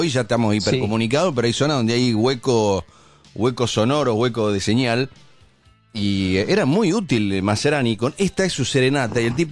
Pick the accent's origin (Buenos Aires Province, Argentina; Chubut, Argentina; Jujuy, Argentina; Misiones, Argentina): Buenos Aires Province, Argentina; moved away; en mi pueblo, la única manera de tener un medio de comunicación era escuchar radio, y sobre todo AM, porque no había radios locales.